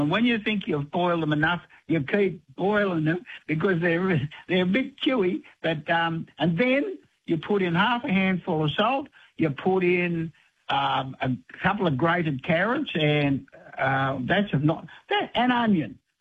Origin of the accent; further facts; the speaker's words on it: Tweed Heads, New South Wales, Australia; I remember when I grew up years ago in Tweed Heads